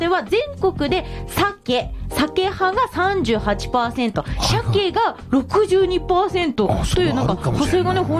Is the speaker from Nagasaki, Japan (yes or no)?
yes; Nagasaki, Japan; そして私の地元長崎、うん、なので、まあ、私は確かね、長崎出身でしたので、